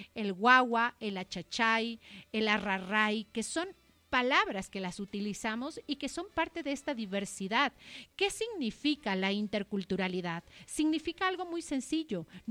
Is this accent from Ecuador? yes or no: yes; Ecuador; nosotros, como ecuatorianos